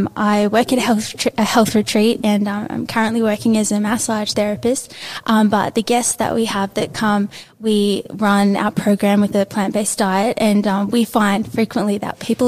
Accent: Queensland, Australia; now in Bowral, Australia; as a Queenslander

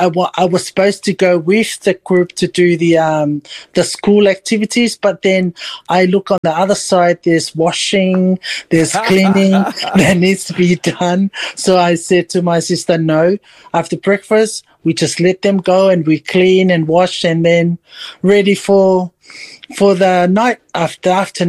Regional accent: Samoa; Although I grew up in Samoa, but it was always mum and dad, and we just go along and sing songs, do nothing at all, just that.

